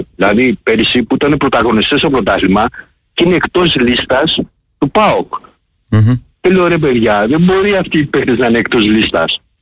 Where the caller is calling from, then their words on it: Peristeri, Attica, Greece; από Περιστέρι.